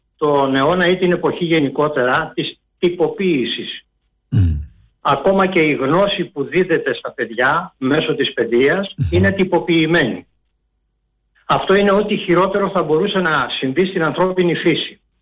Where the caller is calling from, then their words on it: Piraeus, Attica, Greece; από Πειραιά, από Καμίνια.